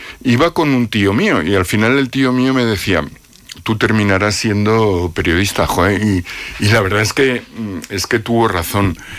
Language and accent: Spanish; Bilbao, Basque Country, Spain; descubrí que en mi pueblo, en Bilbao, y pues se instalaba la Facultad de Ciencias de la Información